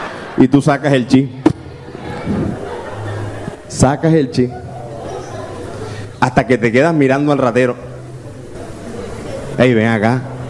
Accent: Barranquilla, Atlántico, Colombia; accent: costeño; Yo soy orgullosamente barranquillero y creo que lo he demostrado porque a pesar de que estoy con una cachaquera, sigo hablando como goleto que soy.

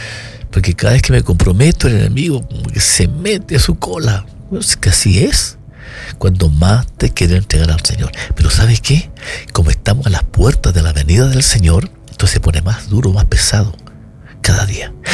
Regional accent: Chile; como decimos en Chile.

